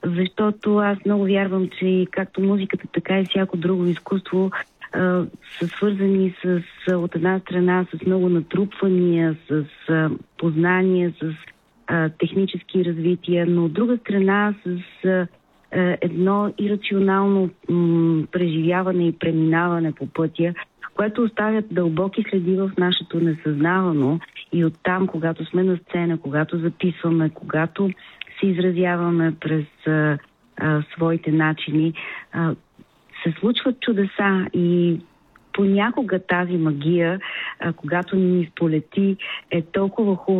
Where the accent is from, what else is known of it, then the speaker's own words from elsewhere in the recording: Plovdiv, Plovdiv Province, Bulgaria; moved away as an adult; also born or lived in Sofia; аз съм пловдивчанка и заминах да уча в Софийския университет в София